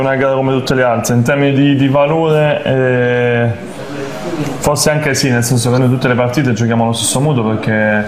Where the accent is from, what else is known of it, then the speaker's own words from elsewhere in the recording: Taranto, Apulia, Italy; born there; essendo io nato a Taranto